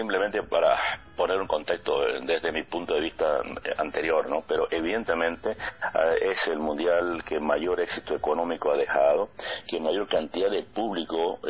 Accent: Bolivia; Nosotros como bolivianos siempre estamos a la saga

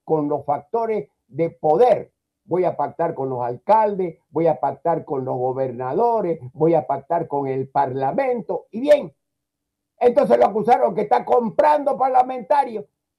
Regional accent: Bolivia; Nosotros no somos argentinos para decir Beller. Somos Camba, Colla, ¿me entiendes? Chapaco. Somos, ¿me entiendes?, de una lengua especial que trajeron los españoles, que se llama la lengua de Castilla. Hablamos castellano. Tampoco hablamos español, compañero.

